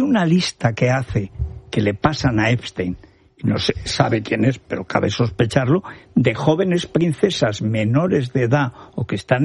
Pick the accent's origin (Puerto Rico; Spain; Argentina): Spain; Porque somos españoles y nos gusta como ganar el Mundial.